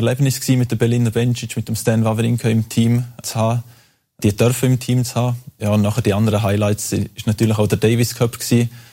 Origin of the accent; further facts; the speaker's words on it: Graubünden, Switzerland; born or raised there